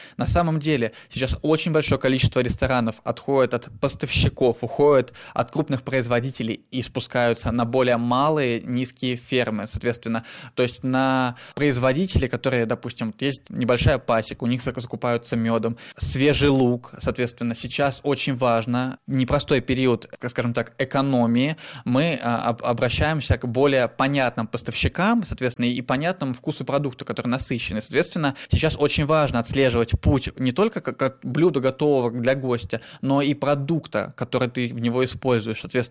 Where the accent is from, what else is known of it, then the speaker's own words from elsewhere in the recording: Sebezh, Pskov Oblast, Russia; Я вырос в Себеже, и в Себеже это замечательный озерный край, и там бесконечное количество природных ресурсов. Я даже помню, я в детстве, кстати, торговал ягодами, яблоками, грибами на рынке.